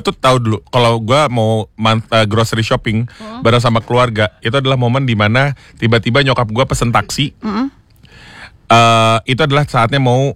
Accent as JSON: {"language": "Indonesian", "town": "Bekasi", "region": "West Java", "country": "Indonesia", "said": "Tapi ya gue sebagai warga Pondok Gede, pada masanya gue proud untuk pergi ke Ramayana."}